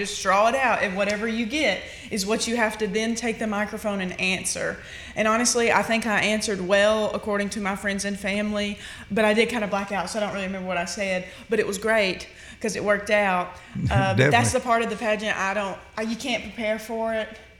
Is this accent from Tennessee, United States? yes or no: yes; Tennessee, United States